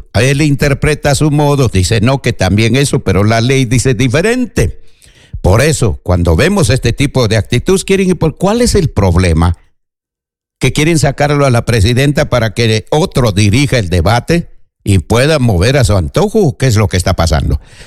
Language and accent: Spanish; Peru; de Loreto, de Iquitos, de Amazonas, Madre de Dios, Apurímac, Cusco, Puno, todos somos del Perú.